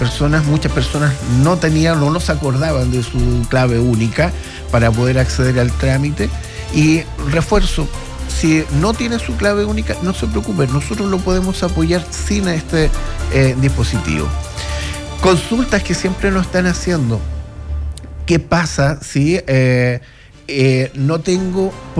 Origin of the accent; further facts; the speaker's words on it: Chillán, Ñuble, Chile; moved away as an adult; now in O'Higgins Region, Chile; Yo no soy de acá de la región, provengo de Ñuble, de la ciudad de Chillán